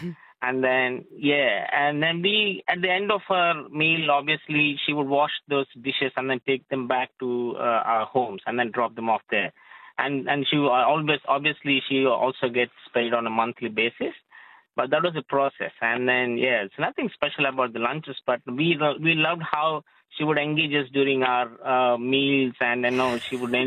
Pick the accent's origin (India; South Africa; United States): India; English is a second language; So I'm from India.